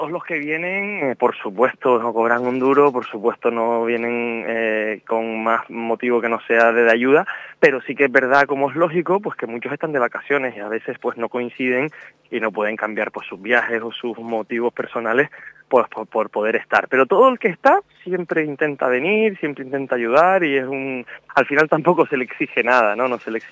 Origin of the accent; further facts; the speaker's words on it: Canary Islands, Spain; moved away; me encantaría algún día volver a mi tierra